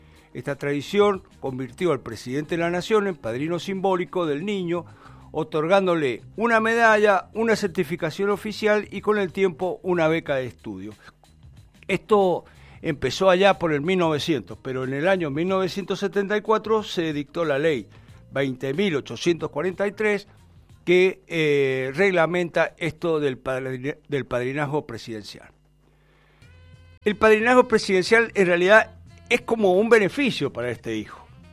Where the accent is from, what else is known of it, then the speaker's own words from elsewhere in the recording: Argentina; los argentinos también fuimos inclusivos como los rusos.